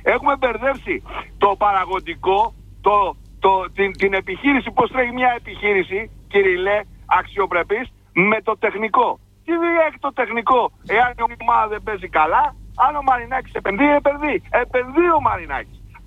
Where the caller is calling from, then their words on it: London, United Kingdom; Και όχι μόνο εγώ που … από το Λονδίνο, αλλά και πολλοί άλλοι φίλοι.